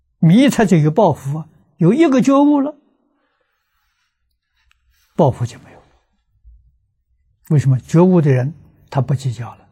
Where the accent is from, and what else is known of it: China